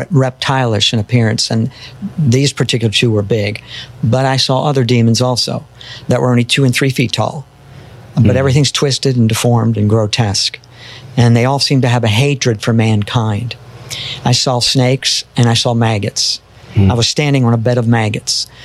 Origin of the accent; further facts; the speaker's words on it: Florida, United States; I used to surf a lot here in Florida. I grew up in Florida.